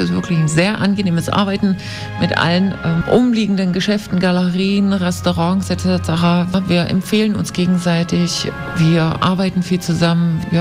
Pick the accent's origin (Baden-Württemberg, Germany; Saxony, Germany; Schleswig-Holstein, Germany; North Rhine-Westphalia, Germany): Saxony, Germany; moved away as an adult; also born or lived in Paris / Rome; now in Dresden, Germany; Weil die Heimat eben auch sehr schön ist und ich gebürtige Sächsin bin.